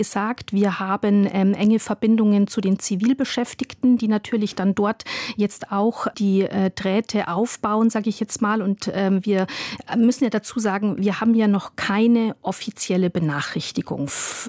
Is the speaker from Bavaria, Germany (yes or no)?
yes; Weiden in der Oberpfalz, Bavaria, Germany; Also ich bin ja groß geworden in Weiden in der Oberpfalz. Das ist genau dort in der Region, auch wenn mein Wahlkreis jetzt weiter südlich in Regensburg liegt.